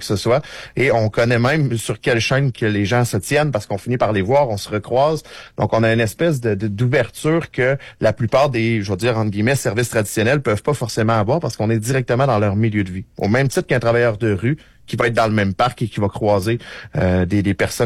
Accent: Quebec, Canada; chez nous au Québec

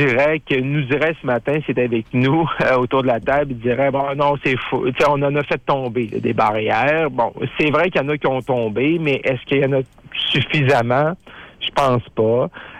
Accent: Roberval, Quebec, Canada; Roberval, ma ville natale

